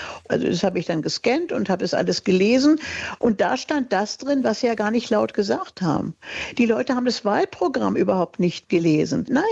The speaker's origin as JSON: {"language": "German", "region": "Berlin", "country": "Germany", "moved": "yes", "said": "Ich bin ja eine Berlinerin"}